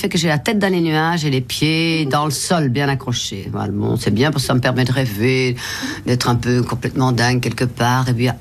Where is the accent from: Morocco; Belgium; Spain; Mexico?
Belgium; Brussels; je ne suis ni flamande ni wallonne. Je suis brabançonne, c'est-à-dire bruxelloise.